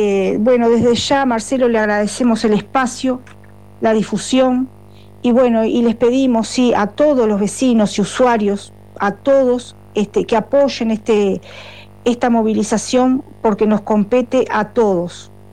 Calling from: La Capuera, Maldonado, Uruguay; yo soy una vecina de La Capuera y usuaria de ACE.

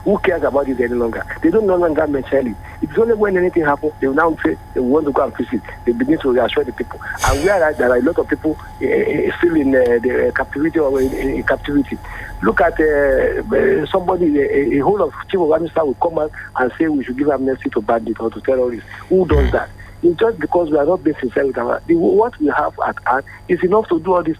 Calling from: Ilorin, Kwara, Nigeria; calling from Ilorin.

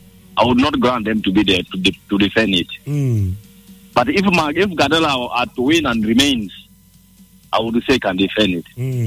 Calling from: Kampala, Central Region, Uganda; from Bugolovi here.

